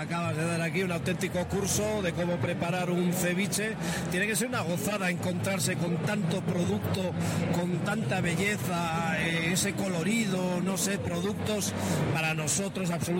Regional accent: San Sebastián, Basque Country, Spain; yo soy de San Sebastián, aquí en España

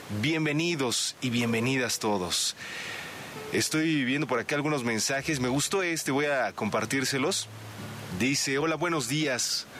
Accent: Tláhuac, Mexico City, Mexico; En mi ranchito, ahí en mi pueblo, en Tláhuac

